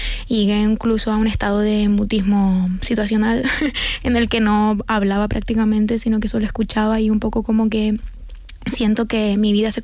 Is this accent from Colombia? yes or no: no; Canary Islands, Spain; siento que nos han contado siempre desde dentro y fuera de Canarias que nuestra forma de hablar es inadecuada y le tenemos que corregir